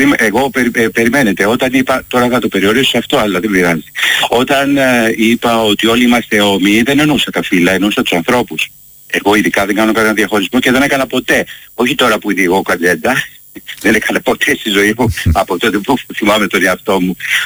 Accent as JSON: {"language": "Greek", "country": "Greece", "said": "γιατί είμαστε Έλληνες καταρχήν."}